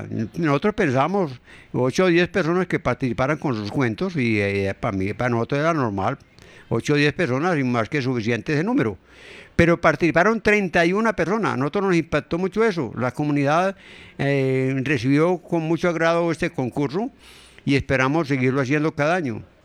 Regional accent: Amagá, Antioquia, Colombia; born or raised there

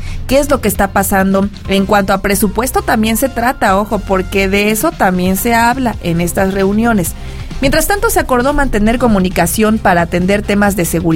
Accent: Mexico

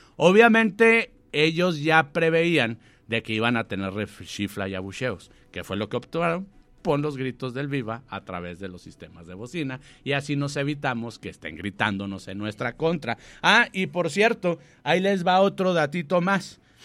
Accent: Mexico; porque nosotros como mexicanos nos queremos independizar

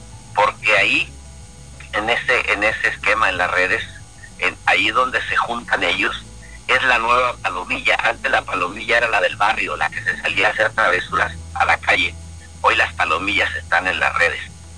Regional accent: Mexico; hemos estado perdiendo los núcleos familiares como mexicanos

